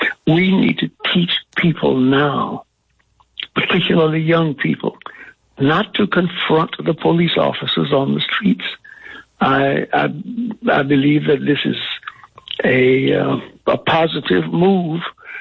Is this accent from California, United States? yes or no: no; Opelousas, Louisiana, United States; It's in my hometown of Opelousas. It's has about one-third the population that it had when I was a little boy.